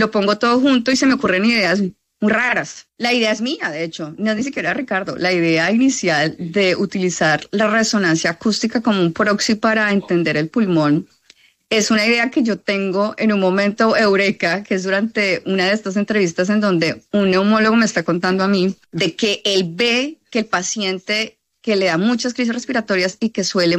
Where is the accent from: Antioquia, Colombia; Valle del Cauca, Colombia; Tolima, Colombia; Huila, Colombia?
Huila, Colombia; Neiva; moved away as an adult; Yo soy de Neiva, huilense.